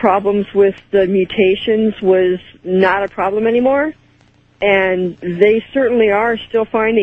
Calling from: Tucson, Arizona, United States; I'm calling from Tucson, and I have several points to make.

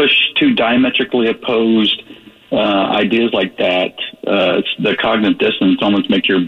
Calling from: California, United States; being here in the central part of California, middle California

